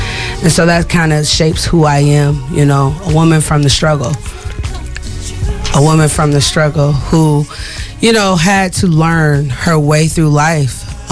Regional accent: St. Paul, Minnesota, United States; So I grew up right here in St. Paul

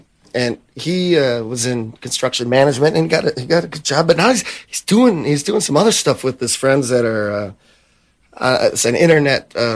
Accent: Shoreview, Minnesota, United States; born there; also born or lived in St. Anthony Village, Minnesota; now in New Brighton, United States; in 80 my dad moved us out to Shoreview, and I grew up in Shoreview. I went to Moundsview High School

